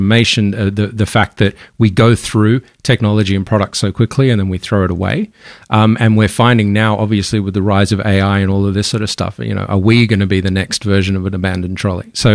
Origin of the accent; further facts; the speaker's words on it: Australia; Also, we're Australian indie developers.